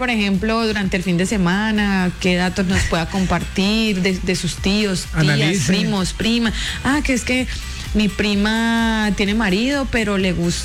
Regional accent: Norte de Santander, Colombia; moved away; also born or lived in Santander; Yo soy de norte de Santander.

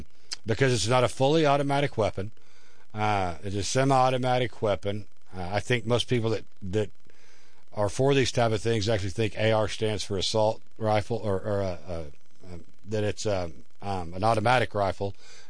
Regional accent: Washington, Oklahoma, United States; I'm from Washington, Oklahoma, population 700, so.

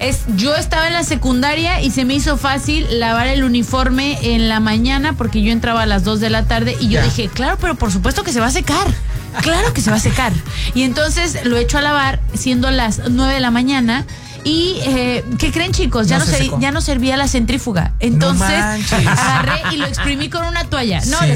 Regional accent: Mexico

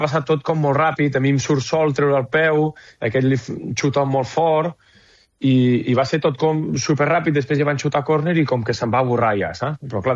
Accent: Vic, Catalonia, Spain; Va, més normal, jo soc de Vic, què vols, fill meu?

